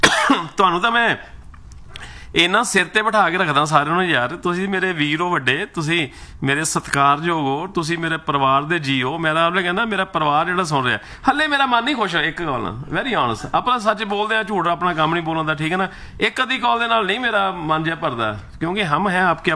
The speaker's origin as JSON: {"language": "Punjabi", "region": "Punjab", "country": "India", "tie": "born or raised there", "moved": "yes", "said": "ਨਾ ਸਾਡਾ ਪੰਜਾਬ ਨਾਲ ਸਾਡਾ ਪਿਆਰ ਹੈ ਕਿਉਂਕਿ ਅਸੀਂ ਉੱਥੇ ਜੰਮੇ ਪਲੇ ਹਾਂ।"}